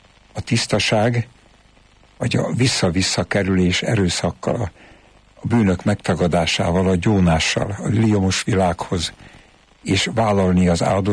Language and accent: Hungarian; Tápiószele, Pest, Hungary; born there; én Tápióshűben születtem